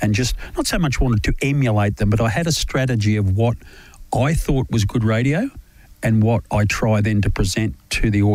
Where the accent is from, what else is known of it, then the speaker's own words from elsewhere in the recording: Australia; I think the other part where I felt most proud of being an Australian